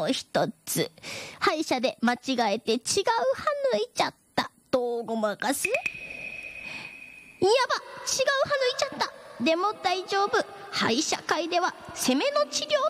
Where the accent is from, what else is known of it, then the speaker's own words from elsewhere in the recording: Miyazaki, Japan; と同じ宮崎県出身でございます